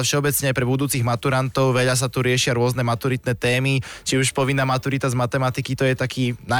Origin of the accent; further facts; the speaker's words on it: Prešov, Prešov Region, Slovakia; v Prešove som z východného Slovenska.